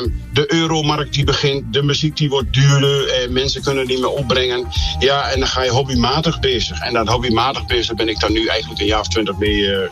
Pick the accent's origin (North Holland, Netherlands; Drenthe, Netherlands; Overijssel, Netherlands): Overijssel, Netherlands; Oldenzaal; Ja, je bent ermee opgegroeid. Les gehad van Karel Borghuis. Een toch wel een begrip bij ons in Oldenzaal.